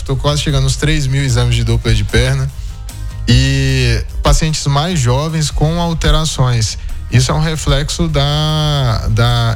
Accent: Bahia, Brazil; Eu sou da Bahia, a gente falou isso da última vez, né? De uma região muito fria.

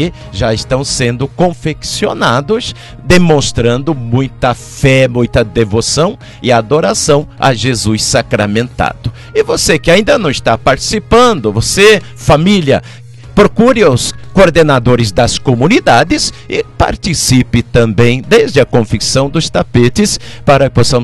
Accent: Bom Sucesso de Itararé, São Paulo, Brazil; now in Itararé, Brazil; sou nascido no bairro de Tembé, Bom Sucesso de Tararé. Porque quando eu nasci, claro, eu pertenci a Itararé, sou itararense, mas no momento sou Bom Sucessense, sou nascido em Bom Sucesso de Itararé.

